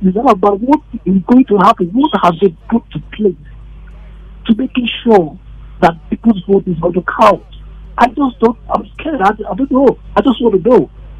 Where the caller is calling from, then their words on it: Lagos, Nigeria; I'm calling from Ogba.